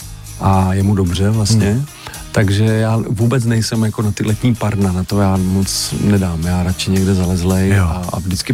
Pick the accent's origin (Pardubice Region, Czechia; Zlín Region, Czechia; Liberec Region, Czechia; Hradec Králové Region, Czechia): Liberec Region, Czechia; Jablonec nad Nisou; Já jsem z Jablonce nad Nisou, z podhůří Jizerských hor